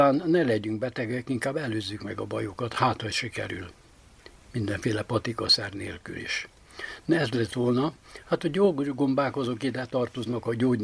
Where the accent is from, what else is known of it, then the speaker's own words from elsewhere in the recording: Baranya, Hungary; moved away; gyerekkoromban, mint a Mecsekben nőttem fel, Baranya megyébe, a hegyek között, közel az erdőhöz